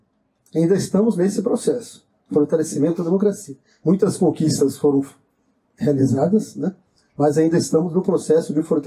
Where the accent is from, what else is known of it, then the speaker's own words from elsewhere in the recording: Curitiba, Paraná, Brazil; eu sou de Curitiba, capital do estado do Paraná, região sul do Brasil